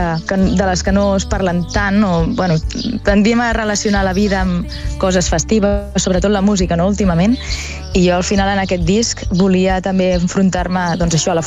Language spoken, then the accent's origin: Catalan; Tarragona, Catalonia, Spain; now in Vistabella, La Secuita, Spain; jo la veritat és que originalment sóc de Tarragona. Uh-huh. Ara sí que ja fa uns anys que visc aquí al poble, que és, al final és la continuació una mica del llegat dels meus avis, que hi tenen allí una casa.